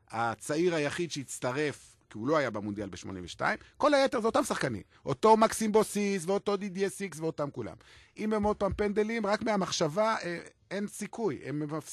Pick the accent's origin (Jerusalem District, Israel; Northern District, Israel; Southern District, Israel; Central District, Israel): Southern District, Israel; Beersheba; אני מבאר שבע, מה אני עושה פה בכלל?